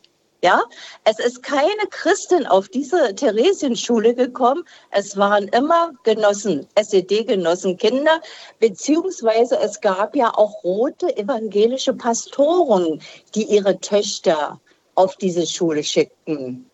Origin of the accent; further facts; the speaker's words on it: Berlin, Germany; weil ich bin Jahrgang 51 und meine Heimatgemeinde bis 1979 war St. Mauritius in Berlin-Lichtenberg, umgeben von der Stasi.